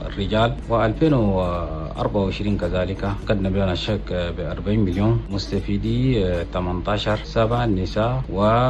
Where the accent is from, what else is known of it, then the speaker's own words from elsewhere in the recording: Chad; عندنا في تشاد